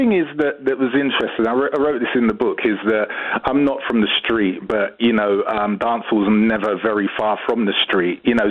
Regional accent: London, United Kingdom; born there; I'm a London-born guy of Jamaican heritage.

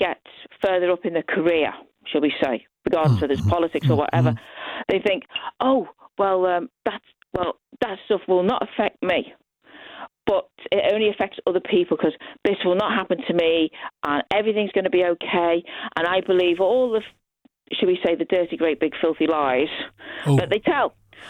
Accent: Liverpool, North West England, United Kingdom; But then again, I'm from Liverpool, and we are a bit suspicious bunch at the best of times.

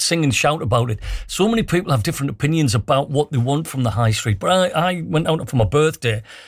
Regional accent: Stockton-on-Tees, North East England, United Kingdom; my hometown of Stockton, right? The town where I was born. I was born in North Tees

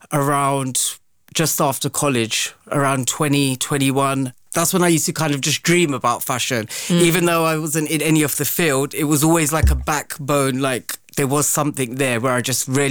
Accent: United Kingdom; born there; Because obviously I was born in Britain. Mm. I didn't have much exposure to Pakistan growing up.

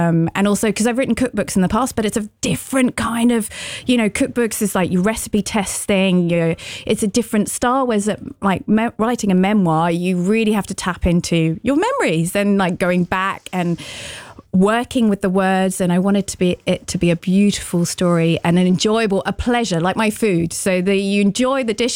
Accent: United Kingdom; I kind of write about like my misfortunes cooking for a French family, you know, as a British person.

